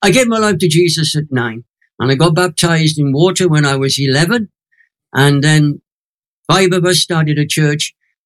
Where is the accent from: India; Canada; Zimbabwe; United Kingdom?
United Kingdom; Crosskeys, Wales; So I grew up in a mining village in Wales called Crosskeys. So I'm a Welsh Valley hardened Pentecostal by upbringing.